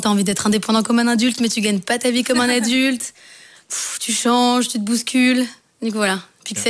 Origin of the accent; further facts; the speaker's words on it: Paris, Île-de-France, France; Moi, j'ai grandi, ouais, à Paris.